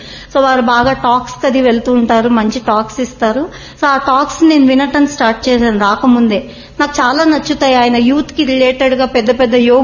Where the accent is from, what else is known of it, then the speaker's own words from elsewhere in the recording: Telangana, India; నేను ఇక్కడే పుట్టి పెరిగాను, ఆల్మోస్ట్ వారానికి ఒకసారి కోటికి వెళ్లేదాన్ని.